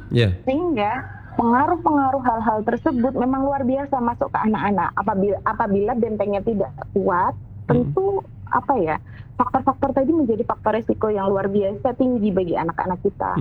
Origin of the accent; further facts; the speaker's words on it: Wonogiri, Central Java, Indonesia; saya juga orang Wonogiri